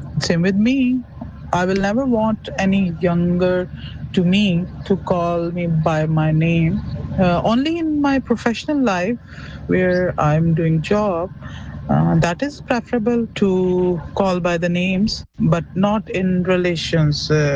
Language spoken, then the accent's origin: English; Islamabad, Islamabad Capital Territory, Pakistan; English is a second language; I am from Pakistan. City is Islamabad.